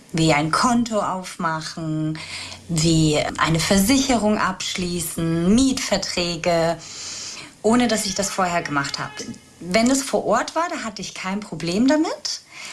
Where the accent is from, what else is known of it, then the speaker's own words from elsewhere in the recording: Spain; moved away as an adult; now in Germany; Ich bin in Spanien aufgewachsen, bin mit 19 dann nach Deutschland gezogen, ganz alleine. Ich bin nur mit einem Koffer nach Deutschland gezogen, keiner, der mich begleitet hat.